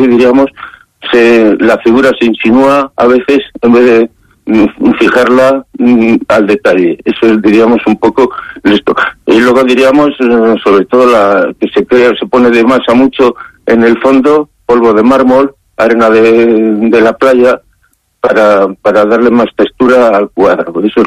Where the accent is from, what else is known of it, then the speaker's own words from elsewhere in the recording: Sasamón, Castile and León, Spain; born there; moved away; Porque es mi pueblo, es lo que digo, es donde nací, y yo soy castellano, soy burgalés y soy de Sasamón. Eso es lo que digo siempre, aunque haya estado muy lejos de Sasamón.